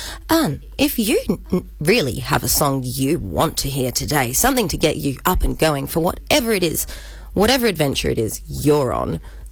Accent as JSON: {"language": "English", "town": "Bridgetown", "region": "Western Australia", "country": "Australia", "tie": "born or raised there", "said": "being a country girl myself. I grew up in Bridgetown."}